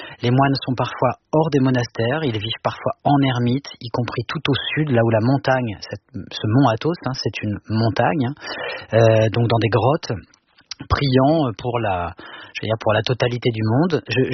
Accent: Le Havre, Normandy, France; moi je suis né au Havre, j'ai passé mon enfance et mon adolescence en Normandie

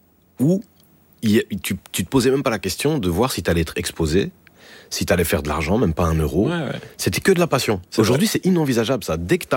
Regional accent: Forest, Brussels-Capital Region, Belgium; je travaillais à la maison de jeunes de Forêt, chez nous, à BX.

